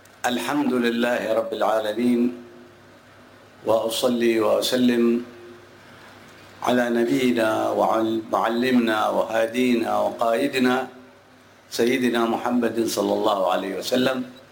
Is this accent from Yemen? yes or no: yes; Damun, Hadramawt, Yemen; إلى بلدتنا الطيبة المباركة